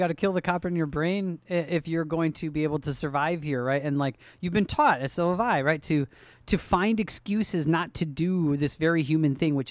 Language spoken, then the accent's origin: English; Milwaukee, Wisconsin, United States; when I was growing up in Milwaukee, copies of the Onion newspaper were all over the town, right?